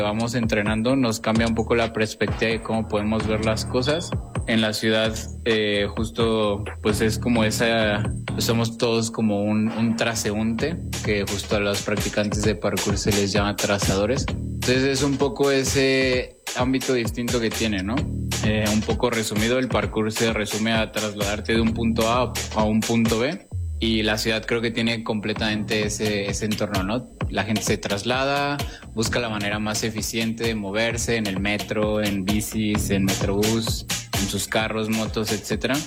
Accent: San Juan del Río, Querétaro, Mexico; moved away as an adult; now in Mexico City, Mexico; Yo no soy de Ciudad de México, crecí en un pueblo que ya no está en pueblo, pero era un pueblo que se llama San Juan del Río, que es en Querétaro. Y bueno, ahí fue donde conocí el parkour y el entorno era un poco distinto, ¿no? Más boscoso, desértico, ríos

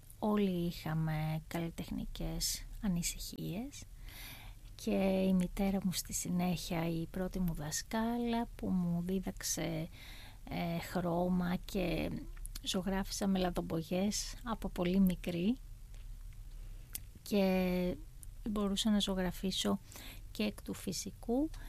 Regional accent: Central Macedonia, Greece; moved away as an adult; also born or lived in Thessaloniki / Athens; Γεννήθηκα στη Θεσσαλονίκη και μεγάλωσα σε ένα χωριό στην Σπενδάμη Πιερίας, σε ένα καπνοχώραφο θα έλεγα.

